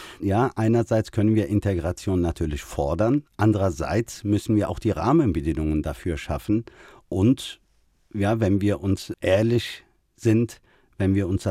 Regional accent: Germany; Ich gehöre in diese Gesellschaft. Ich bin Deutscher. Aber ich habe auch eine Identität.

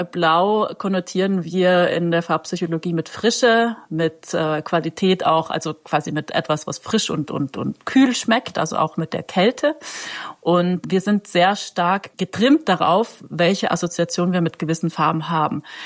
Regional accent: Trentino-Alto Adige, Italy; ich komme nämlich aus Südtirol und hier gibt es ein Milchunternehmen, das Mieder heißt.

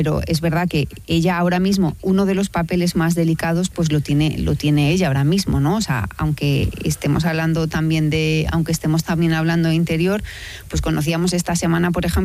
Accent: Albacete, Castilla-La Mancha, Spain; Y yo lo voy a ver en Albacete, en mi pueblo

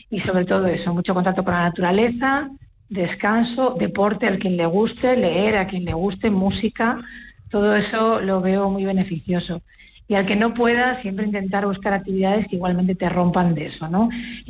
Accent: Galicia, Spain; Los gallegos acuden, como gallega que soy, muchos de ellos, los mayores, acuden mucho al programa de balnearios

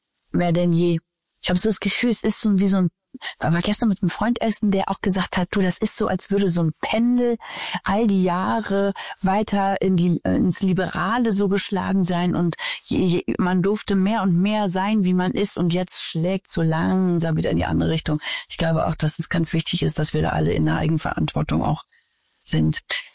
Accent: Berlin, Germany; Und das liebe ich und feiere ich auch sehr als Berlinerin.

